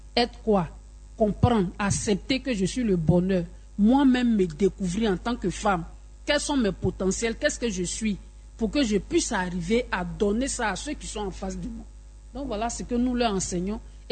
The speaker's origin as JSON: {"language": "French", "region": "Abidjan", "country": "Côte d’Ivoire", "said": "Mais chez nous, à Abidjan ici"}